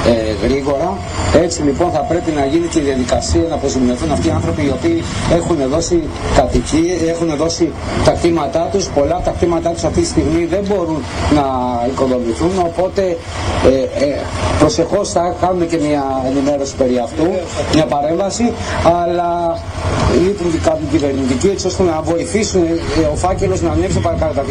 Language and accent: Greek; Chios, North Aegean, Greece; βρίσκονται στο χωριό μου, βρίσκονται στην ακριτική Χίο